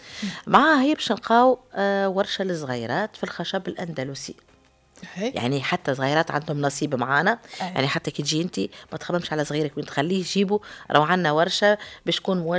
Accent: Tunisia

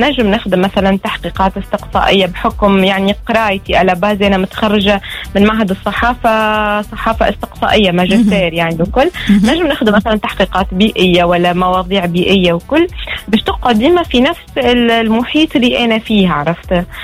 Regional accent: Tunisia; تونسية نحب بلادي برشا، معتزة أني أنا من تونس، قريت صحافة

